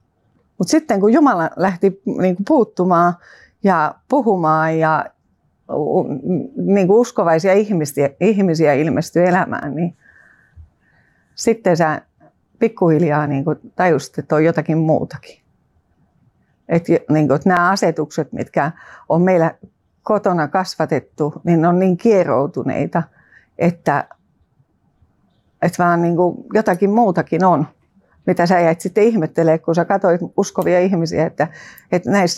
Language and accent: Finnish; Lahti, Päijät-Häme, Finland; now in Tampere, Finland; Mä oon Tampereelta. Kotosin Lahdesta. Tai mun vanhemmat ja veljet ja siskot asuu siellä ja mä oon asunut Tampereella parikymmentä vuotta.